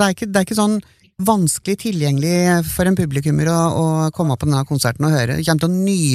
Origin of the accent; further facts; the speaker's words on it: Øyer, Innlandet, Norway; Jeg kommer jo fra Øyer.